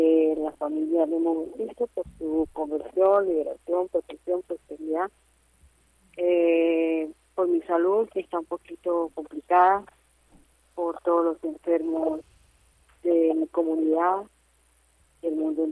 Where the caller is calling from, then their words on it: Cúcuta, Norte de Santander, Colombia; de los Olivos.